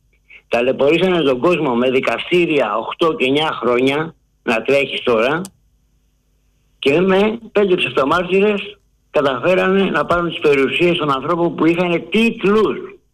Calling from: Attica, Greece; από Βόρεια Προάστια.

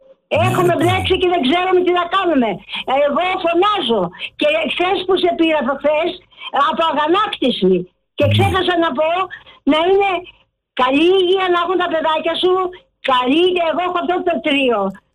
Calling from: Greece; από την Αγίου Μελετήριου.

